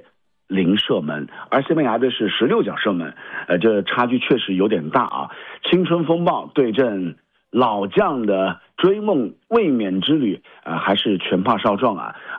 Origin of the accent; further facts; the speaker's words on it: Hunan, China; 我们湖南人的世界杯